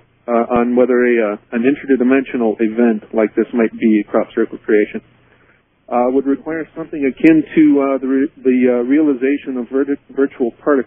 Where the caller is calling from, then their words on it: Sunnyvale, California, United States; Sunnyvale, California.